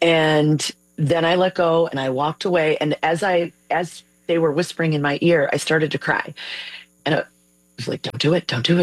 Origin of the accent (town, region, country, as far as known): Illinois, United States; born or raised there